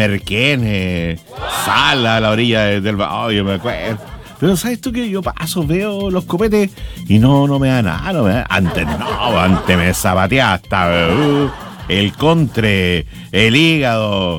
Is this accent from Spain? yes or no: no; Chile; más que nada en nuestra manera de hablar chilensico, decimos cuando alguien es tacaño, es amarrete.